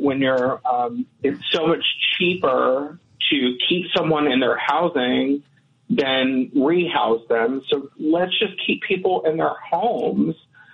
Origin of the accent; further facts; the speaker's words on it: Dallas, Texas, United States; now in Madison, United States; I come from Dallas